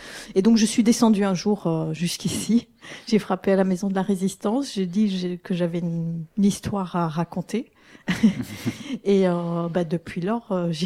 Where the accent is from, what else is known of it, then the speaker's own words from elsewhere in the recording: Belgium; je savais pas du tout ce qui se passait à Bure en tant que Belge.